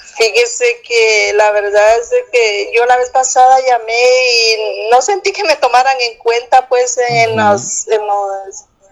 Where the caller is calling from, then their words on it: Santa Catarina Pinula, Guatemala Department, Guatemala; Aquí le llamo de Santa Catarina Pinula.